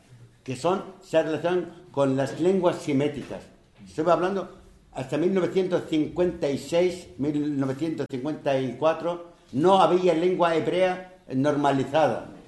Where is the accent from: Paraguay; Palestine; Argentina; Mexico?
Palestine; moved away; also born or lived in Lebanon; mi pueblo ha sufrido lo insufrible. Pero la culpa no es de mi pueblo